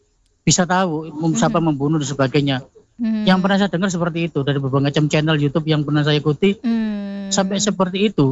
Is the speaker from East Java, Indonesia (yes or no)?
yes; East Java, Indonesia; Kalau dalam bahasa kita Jawa Timuran